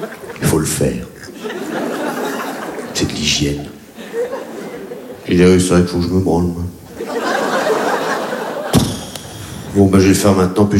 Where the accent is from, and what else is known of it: Réunion, France; born or raised there